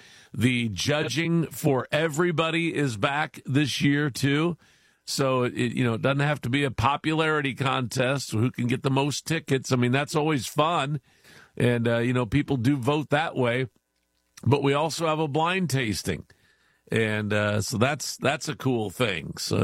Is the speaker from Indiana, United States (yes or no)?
yes; Marion, Indiana, United States; Of course, I grew up in Marion